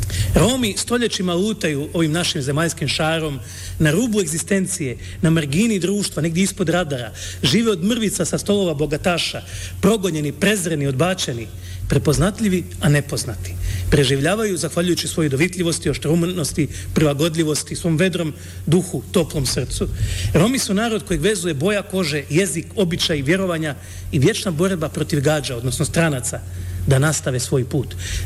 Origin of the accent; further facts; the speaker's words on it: Rijeka, Primorje-Gorski Kotar County, Croatia; born there; plaža gdje se ja kupam u Rijeci, tamo se kupaju Romi. Tako da sam ja s tim narodom srasto